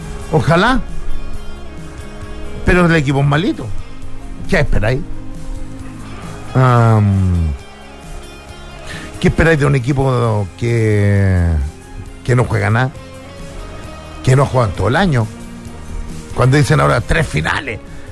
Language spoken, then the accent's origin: Spanish; Chile; somos ventajistas los chilenos